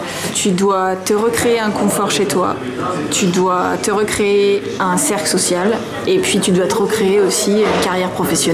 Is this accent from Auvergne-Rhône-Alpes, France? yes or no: no; Paris, Île-de-France, France; Et donc, on vient de Paris.